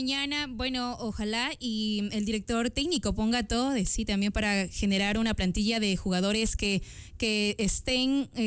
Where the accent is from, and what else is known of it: Ecuador